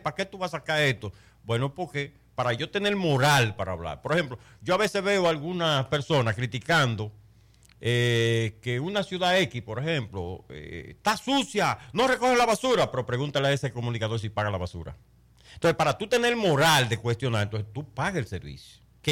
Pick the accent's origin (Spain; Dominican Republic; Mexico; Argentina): Dominican Republic; yo, como ciudadano dominicano